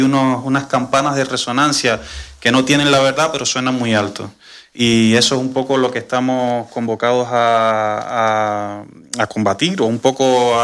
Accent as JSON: {"language": "Spanish", "country": "Cuba", "said": "Yo soy ingeniero formado en Cuba y por eso me gustan tanto los números."}